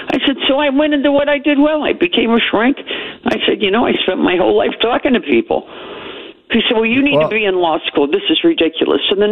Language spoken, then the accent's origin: English; West Virginia, United States; I grew up in West Virginia.